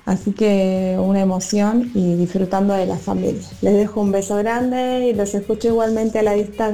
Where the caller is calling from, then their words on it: Avellaneda, Buenos Aires Province, Argentina; de Avellaneda.